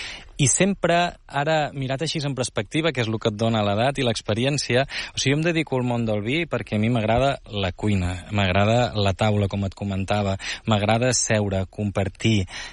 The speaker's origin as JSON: {"language": "Catalan", "town": "Girona", "region": "Catalonia", "country": "Spain"}